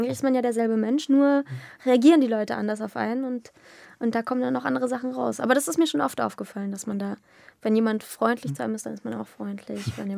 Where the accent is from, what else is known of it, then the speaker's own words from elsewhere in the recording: Baden-Württemberg, Germany; also born or lived in Jena; Also ich bin in Jena geboren, habe da dann eben meine frühe Kindheit verbracht und dann sind wir aber nach Baden-Württemberg an Bodensee, Region Bodensee.